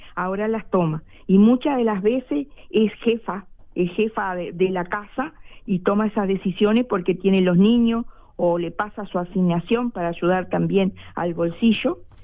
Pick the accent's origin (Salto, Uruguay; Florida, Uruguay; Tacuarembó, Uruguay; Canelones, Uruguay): Canelones, Uruguay; porque con orgullo soy canaria